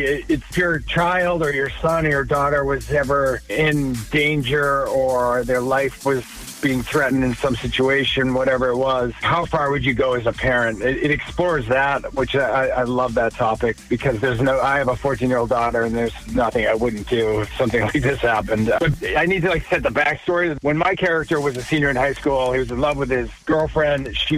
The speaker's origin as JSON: {"language": "English", "town": "Plymouth", "region": "Massachusetts", "country": "United States", "tie": "born or raised there"}